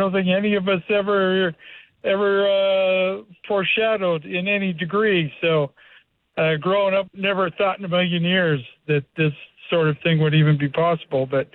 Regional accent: Utah, United States; Currently, from Connecticut, but I grew up in Utah. So that usually gets the party going when I tell people that.

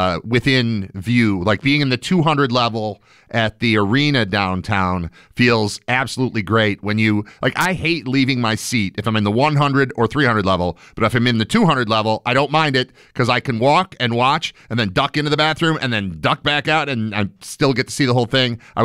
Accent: Buffalo, New York, United States; my hometown.

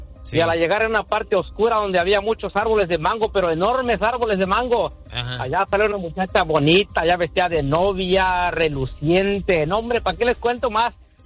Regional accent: Chiapas, Mexico; born there; also born or lived in Guatemala; Yo soy de Guatemala originalmente, solo que crecí en Chiapas.

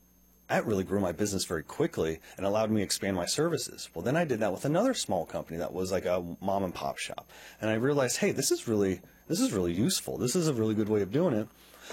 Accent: Strasburg, Missouri, United States

